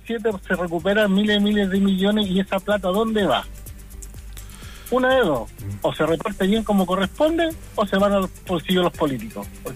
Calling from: Copiapó, Atacama, Chile; de Copiapó.

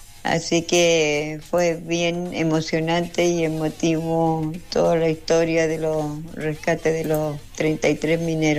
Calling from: Vallenar, Atacama, Chile; de Vallenar.

